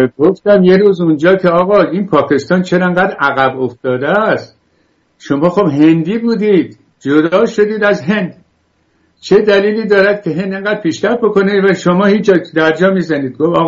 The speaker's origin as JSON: {"language": "Persian", "country": "Iran", "said": "بله، گفتم لوری، چون من خودم بختیاری هستم که به کسی بر نخورم."}